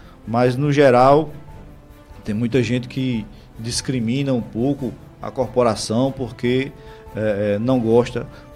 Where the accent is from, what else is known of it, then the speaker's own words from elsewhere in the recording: Brazil; also born or lived in the sertão; assim como eu sou oriundo do sertão, mas fui criado lá no Baixo Roger, um bairro periférico, ali de lado do campo do 11.